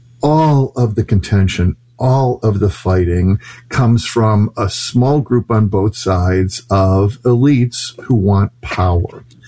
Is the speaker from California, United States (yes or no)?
no; Chicago, Illinois, United States; You know, it's like I grew up in Chicago and there was an Italian family and a Catholic family across the street and another ethnicity down the street.